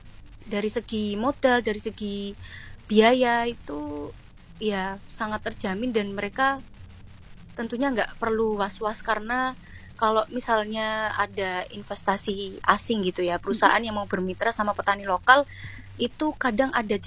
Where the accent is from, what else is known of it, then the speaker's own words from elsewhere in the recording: Lamongan, East Java, Indonesia; di daerahku sendiri ya, Kecamatan Sugio